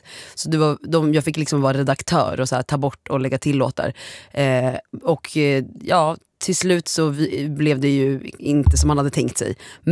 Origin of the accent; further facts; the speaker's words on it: Östersund, Jämtland County, Sweden; jag är från Östersund.